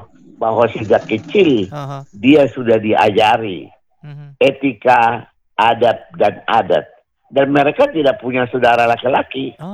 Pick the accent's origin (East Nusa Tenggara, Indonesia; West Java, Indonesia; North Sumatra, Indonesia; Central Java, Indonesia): North Sumatra, Indonesia; Dan sebagai orang Batak, adatnya, ya, adat, maradat punya kaitan dengan hubungan antar manusia.